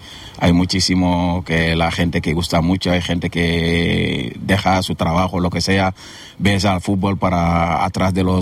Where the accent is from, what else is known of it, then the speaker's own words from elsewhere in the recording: Senegal; Spanish is a second language; now in Gandia, Spain; yo soy de Senegal